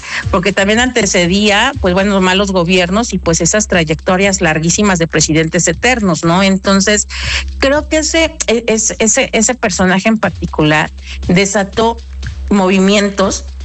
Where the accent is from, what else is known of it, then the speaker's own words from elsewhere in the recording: Mexico; sí soy muy mexicano, muy nacionalista, ¿no?